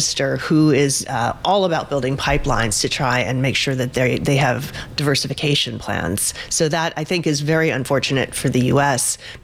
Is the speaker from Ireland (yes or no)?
no; New England, United States; I come from New England.